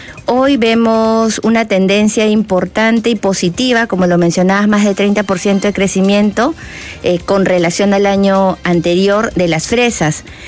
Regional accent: Peru; hablo desde Lima Norte, Lima Región, la zona de Barranca

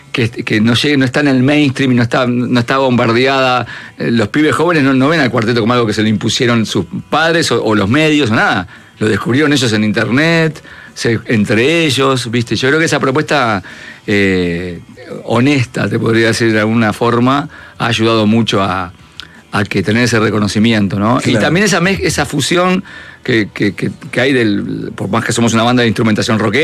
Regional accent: Uruguay; yo venía a las notas de prensa y por mi tono me decían, son de Argentina, salí de Uruguay.

